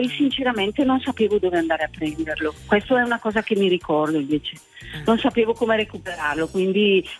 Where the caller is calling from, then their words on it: Gussago, Lombardy, Italy; Ascolto sempre da Brescia, Gussago in particolare. Provincia di Brescia.